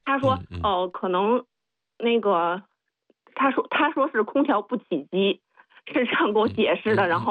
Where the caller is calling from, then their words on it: Tangshan, Hebei, China; 因为我们在唐山